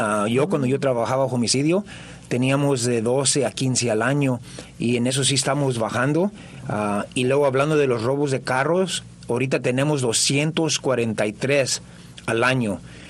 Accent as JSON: {"language": "Spanish", "town": "Oxnard", "region": "California", "country": "United States", "tie": "born or raised there", "said": "Yo crecí aquí en Oxnard y no pienso en irme"}